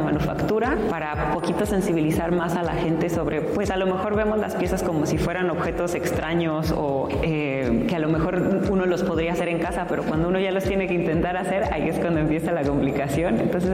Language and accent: Spanish; Mexico; forman parte de nuestra identidad como mexicanos.